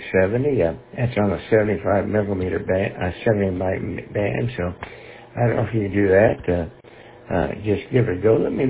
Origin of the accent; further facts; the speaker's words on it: Texas, United States; I am from Texas